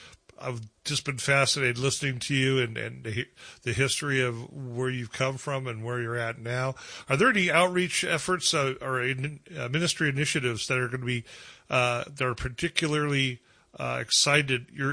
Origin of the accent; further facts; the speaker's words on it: Ventura, California, United States; I grew up in Ventura